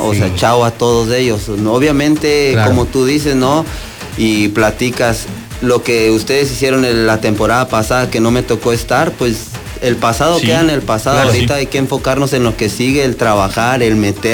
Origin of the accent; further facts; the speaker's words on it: Delicias, Chihuahua, Mexico; yo soy de Chihuahua, soy de Delicias, Chihuahua